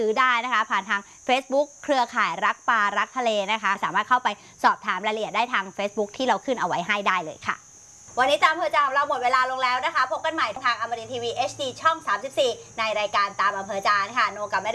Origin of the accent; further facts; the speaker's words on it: Southern Thailand, Thailand; ไม่ได้เราเป็นคนใต้